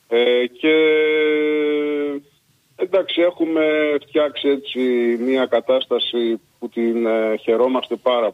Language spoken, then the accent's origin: Greek; Piraeus, Attica, Greece; born there; Μία διόρθωση, δεν γεννήθηκα στα Χανιά, γεννήθηκα στον Πειραιά.